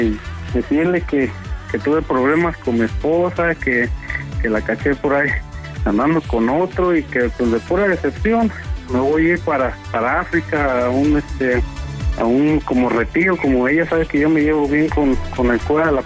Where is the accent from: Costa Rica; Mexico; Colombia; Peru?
Mexico; Tezcatitlán, State of Mexico; now in United States; Pues del sur del Estado de México, de un pueblito que se llama Tezcatitlán.